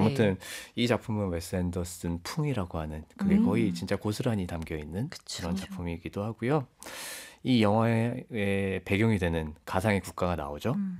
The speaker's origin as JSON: {"language": "Korean", "region": "Gyeongsang", "country": "South Korea", "tie": "born or raised there", "moved": "yes", "said": "그 경상도 그 저희가 살던 고향에"}